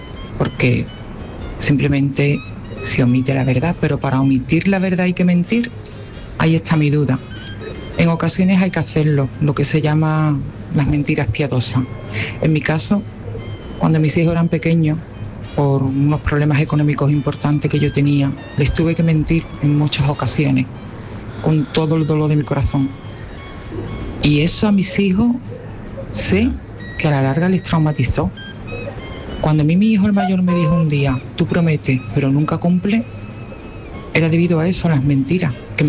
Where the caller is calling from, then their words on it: Huelva, Andalusia, Spain; yo os hablo desde Huelva.